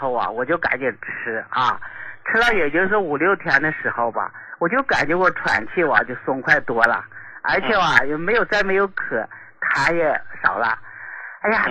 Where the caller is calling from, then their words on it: Shaanxi, China; 啊，您好，我是陕西的一名听众。